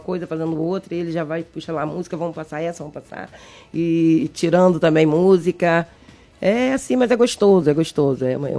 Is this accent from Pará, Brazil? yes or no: no; Arraial do Cabo, Rio de Janeiro, Brazil; Sou natural de Arraial do Cabo.